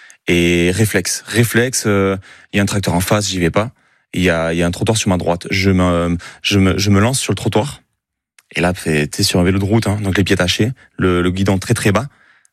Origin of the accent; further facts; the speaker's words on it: Boucau, Nouvelle-Aquitaine, France; C'était un rivalon moi au Boucau. J'ai grandi à Boucau